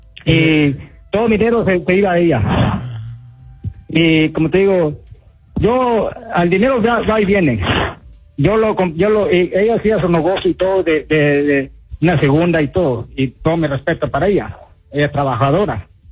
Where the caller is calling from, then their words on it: Austin, Texas, United States; Y yo soy de aquí, de Austin.